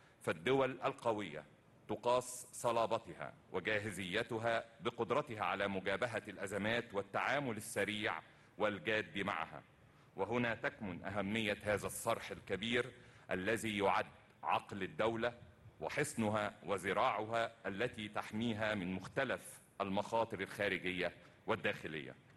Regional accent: Egypt; ده بالنسبة لنا كلنا كمصريين نفتخر به.

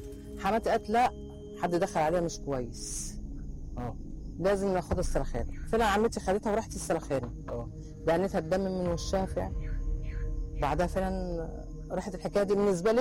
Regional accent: Egypt; moved away as an adult; انا كنت جاي من مصر ما اعرفش حاجه.

